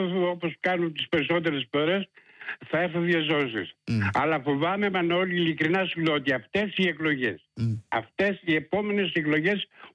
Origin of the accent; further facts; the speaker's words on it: Giannitsa, Central Macedonia, Greece; Λοιπόν, κατάγομαι από την Κεντρική Μακεδονία, συγκεκριμένα δίπλα από την Πέλα, από τα Γεννησιά.